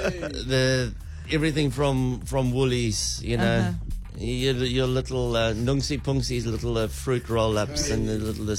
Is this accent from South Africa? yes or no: yes; Durban, KwaZulu-Natal, South Africa; I'm from Durban, you from Durban.